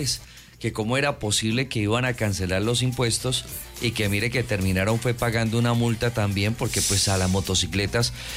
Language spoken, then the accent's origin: Spanish; Colombia; los colombianos dejamos todo para última hora